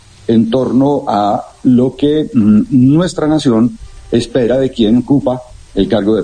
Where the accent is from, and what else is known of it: Colombia